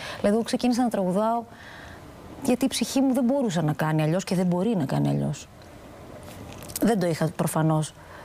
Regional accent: Thessaloniki, Central Macedonia, Greece; born or raised there; moved away as an adult; now in Athens, Greece

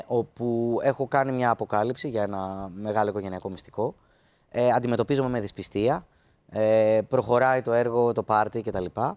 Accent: Dafni, Attica, Greece; also born or lived in Athens; Ναι, στην Αθήνα, αλλά ναι, μεγάλωσες στη Δάφνη.

